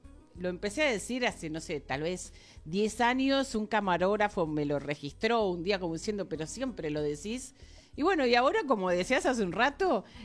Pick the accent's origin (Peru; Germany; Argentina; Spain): Argentina; Buenos Aires; now in Balcarce, Argentina; yo soy de Balcarce, soy porteña, vivo allá hace casi 31 años.